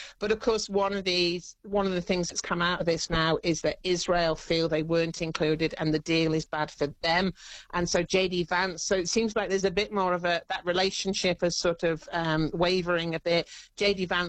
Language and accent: English; United Kingdom; moved away; But as a Brit originally, England always get really hyped up and then they always lose at the semis if they get that far.